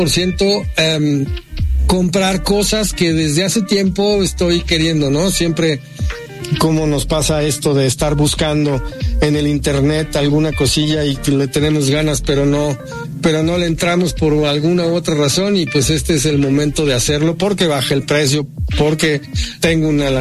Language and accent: Spanish; Mexico; es igual en cuanto al comportamiento de que tenemos como mexicanos hacia el dinero